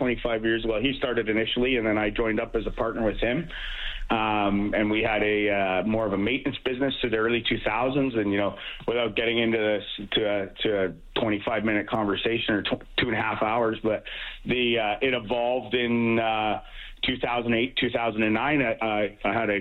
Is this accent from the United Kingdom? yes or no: no; Canada; as a Canadian owner, that this is kind of Canada's team going forward